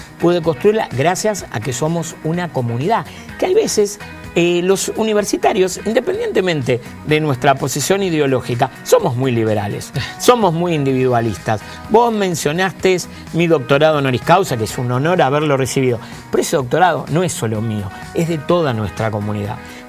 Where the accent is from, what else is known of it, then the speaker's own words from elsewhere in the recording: Argentina; yo estoy personalmente preocupado como ciudadano, como politólogo, como argentino, porque veo un enorme retroceso en esa pequeña y humilde democracia que habíamos podido construir.